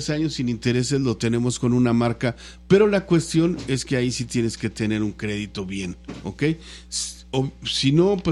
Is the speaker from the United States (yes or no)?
yes; Texas, United States; los dueños son de ahí, de la ciudad de Mercedes, y todos los empleados que trabajamos aquí, pues somos de aquí